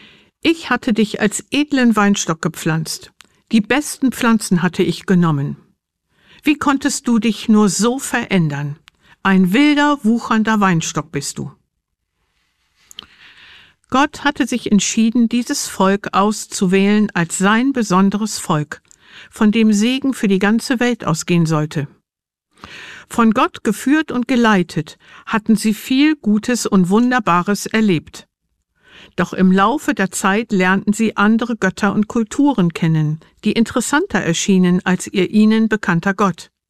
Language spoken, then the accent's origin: German; Northern Germany, Germany; Als Norddeutsche sind mir Weinberge und Weinanbau eher fremd.